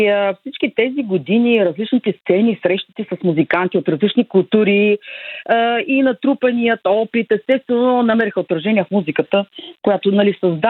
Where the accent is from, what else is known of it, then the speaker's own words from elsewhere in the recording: Burgas, Burgas Province, Bulgaria; moved away as an adult; also born or lived in Sofia; now in Belgium; и двамата сме родени в Бургас и сме завършили музикалното училище в родния си град